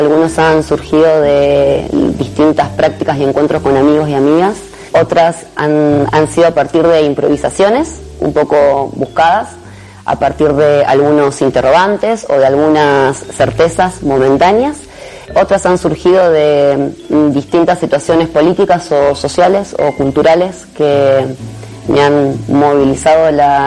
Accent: Santa Fe, Argentina; soy santafesina.

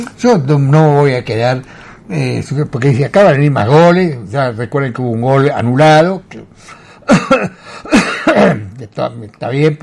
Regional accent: Argentina; los argentinos acompañamos a esta selección

